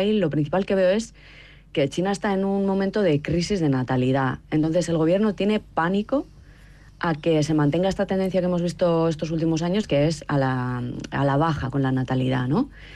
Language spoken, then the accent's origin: Spanish; San Sebastián, Basque Country, Spain; porque yo, por ejemplo, en mi ciudad natal, en Donosti, veo que hay muchas más parejas monógamas